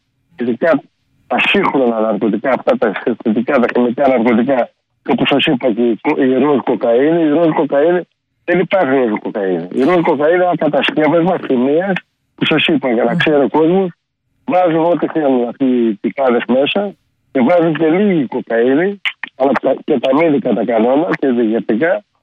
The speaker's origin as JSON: {"language": "Greek", "town": "Karditsa", "region": "Thessaly", "country": "Greece", "tie": "born or raised there", "said": "Να σκεφτείτε στην Καρδίτσα. Ναι. Επειδή η πατρίδα μου το λέω"}